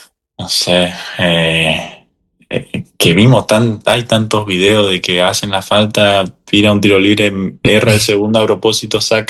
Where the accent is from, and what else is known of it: Argentina